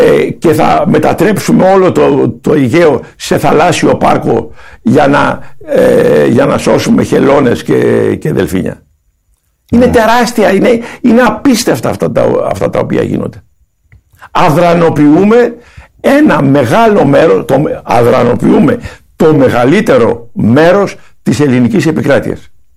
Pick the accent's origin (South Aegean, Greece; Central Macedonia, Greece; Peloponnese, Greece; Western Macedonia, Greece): South Aegean, Greece; Iraklia; Δηλαδή στο νησί μου, στην Ηρακλιά, φαντάζομαι να το ξέρετε